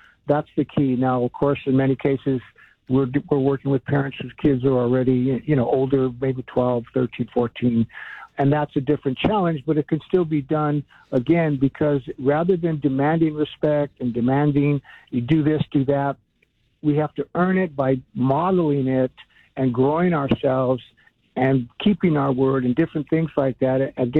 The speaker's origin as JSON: {"language": "English", "town": "Los Angeles", "region": "California", "country": "United States", "tie": "born or raised there", "said": "And I grew up in Northeast L.A., which is, you know, there's known for violence and gangs and drugs and things like that."}